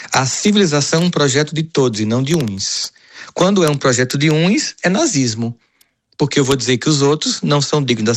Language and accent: Portuguese; Brazil; Nossa, enquanto brasileiro